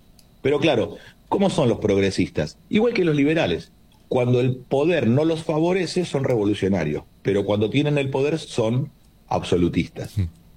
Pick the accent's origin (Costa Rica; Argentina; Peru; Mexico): Argentina; Somos argentinos y después somos otra cosa.